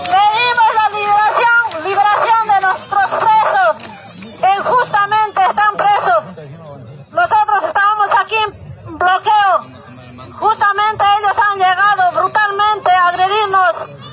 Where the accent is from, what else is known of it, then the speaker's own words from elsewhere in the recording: San Julián, Santa Cruz, Bolivia; Somos de San Julián todos.